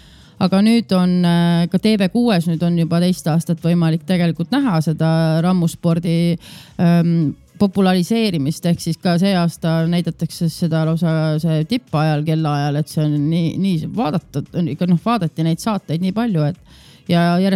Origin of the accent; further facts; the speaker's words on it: Kõrveküla, Tartu County, Estonia; Ja Eestis on tegelikult, mina kasvasin üles Kõrvekülas ja seal on Kõrvekülas spordisaal